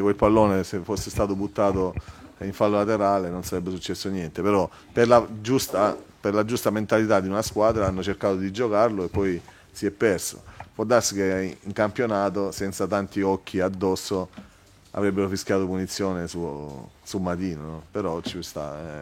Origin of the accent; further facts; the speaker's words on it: Lecce, Apulia, Italy; Io sono di Lecce